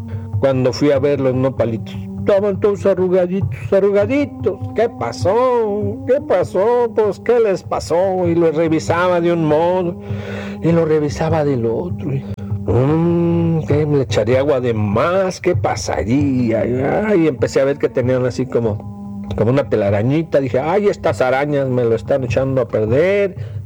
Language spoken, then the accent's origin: Spanish; Mexico City, Mexico; moved away; las que yo comí allá en mi tierra, en mi México querido, allá en el DF.